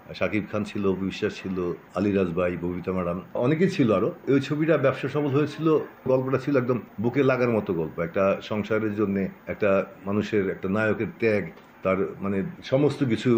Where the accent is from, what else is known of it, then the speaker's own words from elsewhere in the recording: Dhaka, Dhaka Division, Bangladesh; আমার জন্ম ঢাকার মিরপুরে, আদিবাড়ি নরসিংদী, যেটা দাদার বাড়ি বলে। আমি পড়াশোনা করেছি মিরপুরেই, মণিপুর উচ্চ বিদ্যালয়ে স্কুল জীবন।